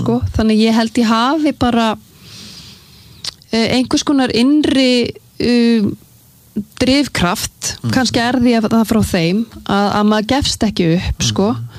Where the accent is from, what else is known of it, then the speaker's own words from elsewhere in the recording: Sweden; ég alinn upp í Svíþjóð alinn upp við að læra tvö tungumálum sama tíma